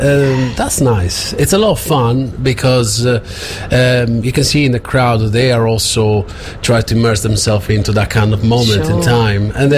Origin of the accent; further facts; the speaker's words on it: Sardinia, Italy; moved away as an adult; also born or lived in Sheffield; now in Alton, United Kingdom; I'm from Sardinia.